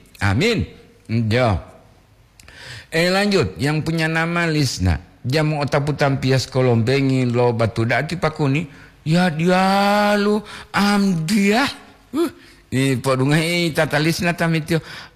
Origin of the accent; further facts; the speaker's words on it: Gorontalo, Indonesia; now in Manado, Indonesia; Pak Kuni, saya orang Gorontalo tapi tinggal di Manado.